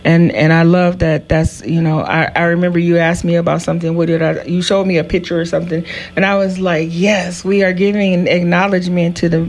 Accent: Chino, California, United States; So Chino, that's in my hometown.

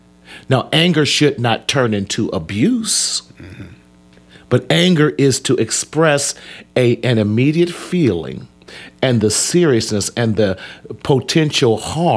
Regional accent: Bible Belt, United States; You know, we grew up in the Bible Belt.

